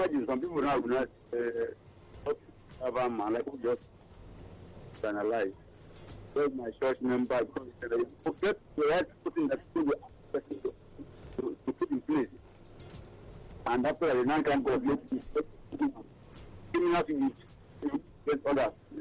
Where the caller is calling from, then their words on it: Nigeria; from Olofi, Ikeri